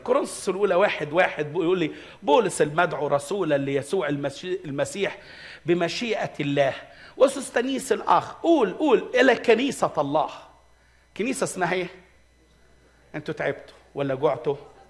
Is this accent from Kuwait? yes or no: no; Egypt; عندنا في مصر